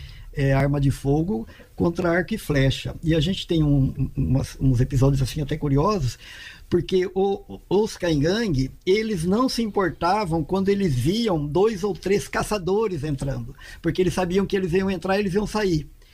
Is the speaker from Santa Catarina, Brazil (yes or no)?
no; Bauru, São Paulo, Brazil; also born or lived in Lençóis Paulista; Eu morava em Lençóis Paulista na época, embora eu seja de Bauru, eu sou da Vila Falcão.